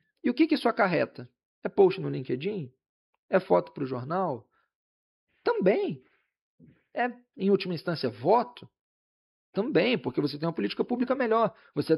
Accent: Rio de Janeiro, Brazil; é um debate com o qual eu prefiro nem entrar enquanto fluminense

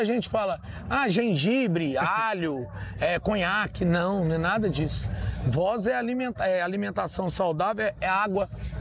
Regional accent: Barretos, São Paulo, Brazil; Aqui é minha terra natal, eu nasci aqui, o meu sonho eu realizei aqui.

